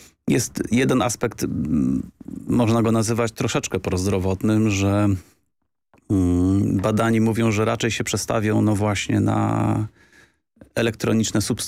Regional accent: Warsaw, Masovian Voivodeship, Poland; Bo podobny, to powiem, ja też jestem z Warszawy i koniec.

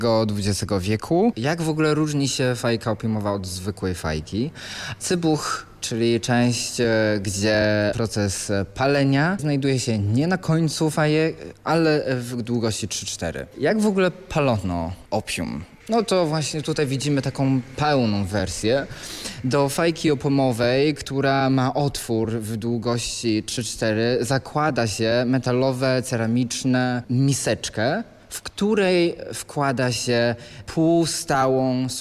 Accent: China; Pochodzę z Chin.

